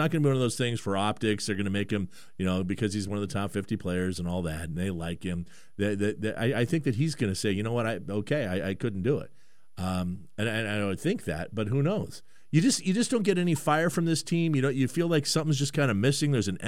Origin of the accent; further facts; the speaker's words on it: Vancouver, British Columbia, Canada; born there; I was born in Vancouver, and I was just up in Abbotsford last Saturday